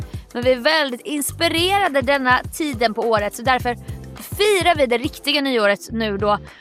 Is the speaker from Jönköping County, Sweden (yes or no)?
yes; Jönköping, Jönköping County, Sweden; min hemstad Jönköping